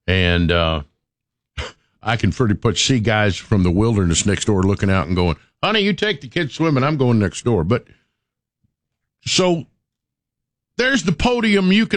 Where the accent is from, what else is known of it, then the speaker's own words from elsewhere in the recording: Sevierville, Tennessee, United States; I talked about growing up in Sevierville and never imagined all of this